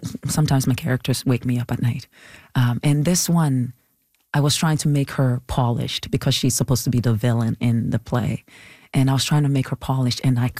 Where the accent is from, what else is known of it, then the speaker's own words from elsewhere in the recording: Nigeria; has always been trying to suppress my Nigerian-ness, my act, because they were complaining about my accent. I'm like, I can't just pick up an accent and do it.